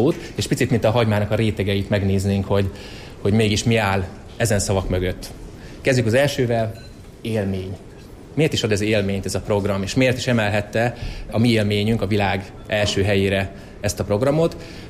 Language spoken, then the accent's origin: Hungarian; Miskolc, Borsod-Abaúj-Zemplén, Hungary; mi is nagyon szeretjük miskolciként a Liafjordi kisvasutat